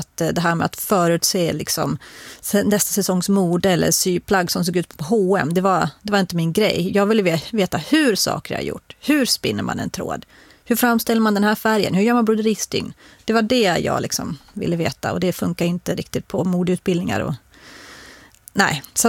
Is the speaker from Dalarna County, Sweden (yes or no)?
yes; Dalarna County, Sweden